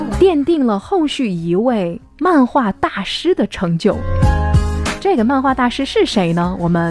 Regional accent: China; 我们中国人

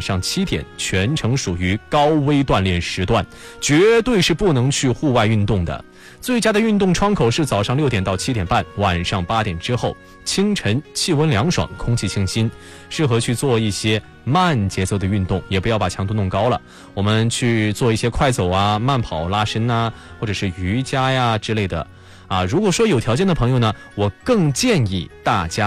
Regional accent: Chongqing, China

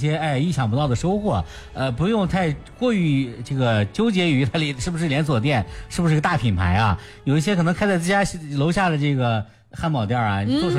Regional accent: Loess Plateau, China; 我们小时候就在我们这片土地上生长着

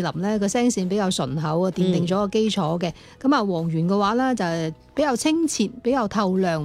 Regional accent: Guangdong, China; 我哋广东人嘅话咧，一听就知道啊，系差少少咁样啊

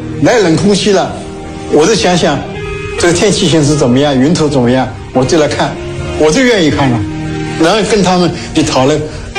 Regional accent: Wuxi, Jiangsu, China; moved away; 我小的时候在无锡，我们家就在无锡东陵书院的旁边，我上小学在东陵小学上学，就在那个东陵书院里面上学，

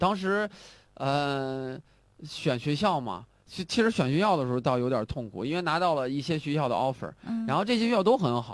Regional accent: China; also born or lived in Loughborough, United Kingdom

